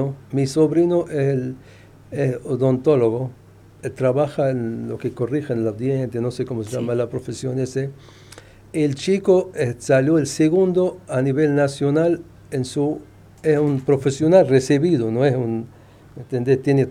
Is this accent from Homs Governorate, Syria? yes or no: no; Jableh, Latakia Governorate, Syria; Spanish is a second language; moved away as an adult; now in Catamarca, Argentina; mi ciudad natal se llama Yable, es una ciudad sobre el mar Mediterráneo, una ciudad lleva mucho años, en la época de los fenicios. En la ciudad que nací yo, tienen mucha historia ahí